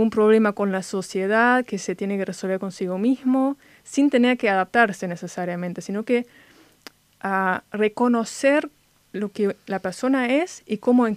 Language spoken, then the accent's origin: Spanish; Germany; Spanish is a second language; moved away as an adult; now in Argentina; soy querés. De Alemania.